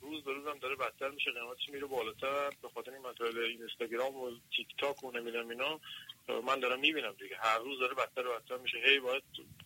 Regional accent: Iran; moved away; ما خودمون هم تو ایران بودیم، تو ایران بزرگ شدم

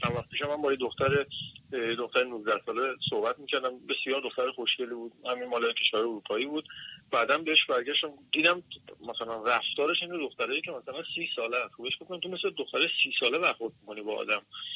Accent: Iran; moved away; ما خودمون هم تو ایران بودیم، تو ایران بزرگ شدم

